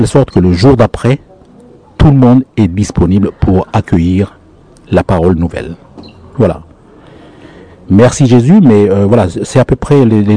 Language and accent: French; Lifou, Loyalty Islands Province, New Caledonia; Donc nous sommes des Mélanésiens. Moi, je suis Mélanésien d'origine de l'Ifou.